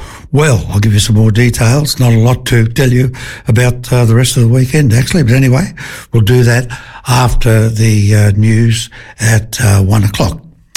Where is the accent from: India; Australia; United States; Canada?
Australia; Bathurst, New South Wales; some early experiences that I encountered growing up in Bathurst.